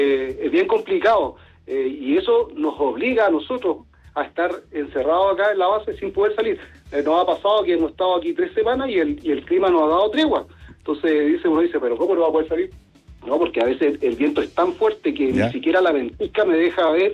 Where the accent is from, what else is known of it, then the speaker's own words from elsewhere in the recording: Chile; Y le hablamos de Chile, en realidad, lo importante que para nosotros como chilenos cuidar la Antártica y para qué estamos aquí.